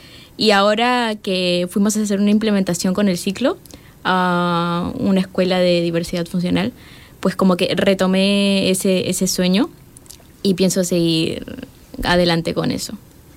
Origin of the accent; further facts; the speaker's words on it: Peru; moved away as an adult; Yo en mi país, en Perú, hice educación especial.